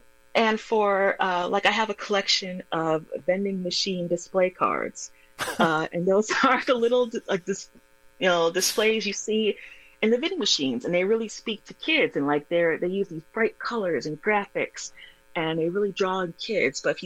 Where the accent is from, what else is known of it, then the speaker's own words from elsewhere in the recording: Milwaukee, Wisconsin, United States; I grew up here in Milwaukee, Wisconsin.